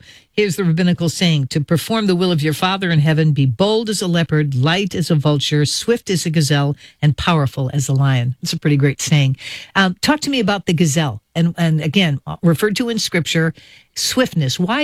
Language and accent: English; United States; We don't have them in the States.